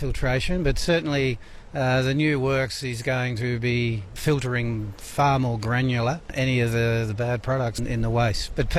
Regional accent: Orange, New South Wales, Australia; No matter where I go in Australia, and I mentioned to people I come from Orange, they've all been here or want to come here.

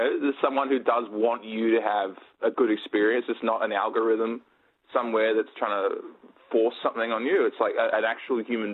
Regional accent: Sydney, New South Wales, Australia; I'm from Sydney originally, and so I grew up with 2CR and FBI as well.

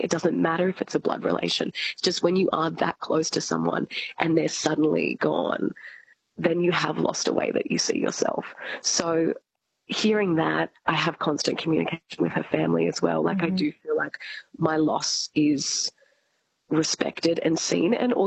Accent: Albury, New South Wales, Australia; In Albury-Wodonga, so I'm from Albury, yes.

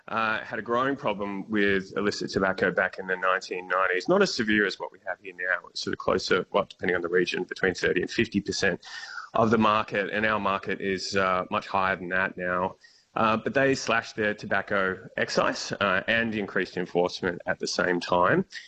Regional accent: Victoria, Australia; my home state of Victoria

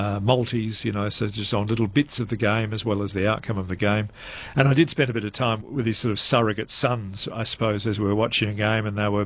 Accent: South Australia, Australia; I'm from South Australia, and those machines just were not known, only by legend.

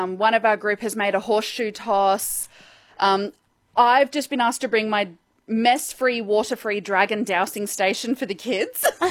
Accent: Perth, Western Australia, Australia; moved away as an adult; now in Geraldton, Australia; Well, I'm from Perth originally

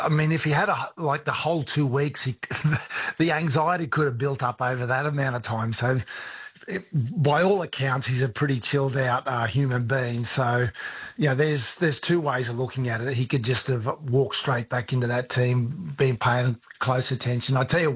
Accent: Queensland, Australia; being a Queenslander

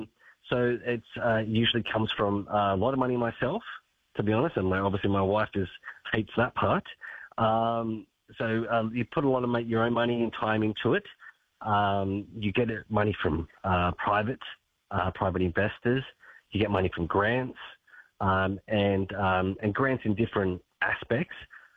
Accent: Australia; Well, it's I think, you know, as an Australian citizen, you've always got to look at all these as a greater picture.

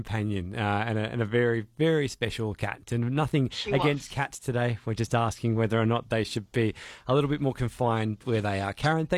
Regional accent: Melbourne, Victoria, Australia; also born or lived in Tasmania, Australia; I'm from Melbourne originally. I hadn't heard of a whip snake. I was living in Tassie.

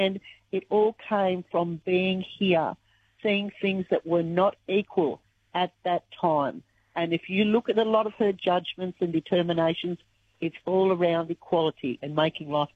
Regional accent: Moree, New South Wales, Australia; it really makes me so proud that she's from here. I'm from here.

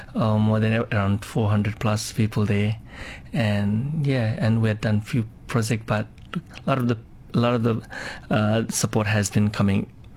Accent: Australia; as Australian

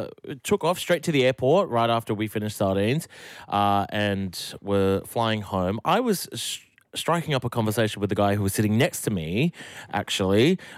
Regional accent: Sydney, New South Wales, Australia; So I said, no accent here. I'm from Sydney.

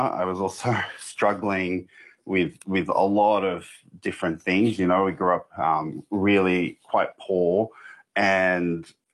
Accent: Bourke, New South Wales, Australia; growing up in Bourke. We only had three channels, SBS, ABC, and Nipaja.

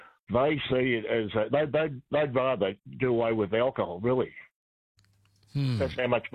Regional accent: Ipswich, Queensland, Australia; Yeah, I'm from Ipswich, and there's a local pub.

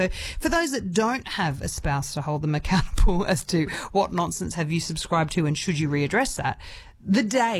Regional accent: Ireland; Lost opportunity for me as an Irish woman.

